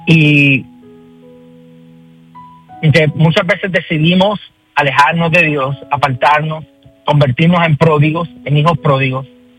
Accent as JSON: {"language": "Spanish", "town": "Guaynabo", "country": "Puerto Rico", "tie": "born there", "said": "Nací en el pueblo de Guaynabo, en Puerto Rico. Hace poquito tiempo, fue en el abril 4 de 1974. Y pues nací en un hogar cristiano, nací en una casa cristiana"}